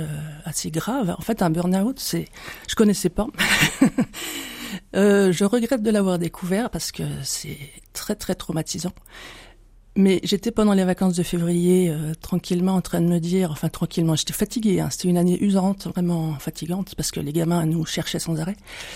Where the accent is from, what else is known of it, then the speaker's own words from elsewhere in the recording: Besançon, Bourgogne-Franche-Comté, France; Je suis originaire de Besançon.